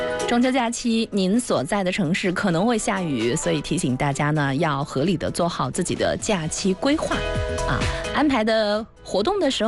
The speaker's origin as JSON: {"language": "Chinese", "country": "China", "said": "我们中国人的传统还是和家人在一起的。"}